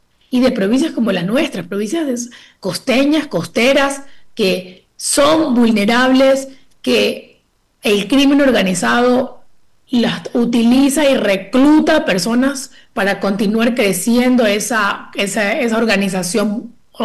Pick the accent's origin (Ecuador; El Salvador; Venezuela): Ecuador; Manabí; Mi familia es manabita, mi mamá, mis abuelos. O sea, yo amo mi provincia, amo, soy súper costeña, soy súper ecuatoriana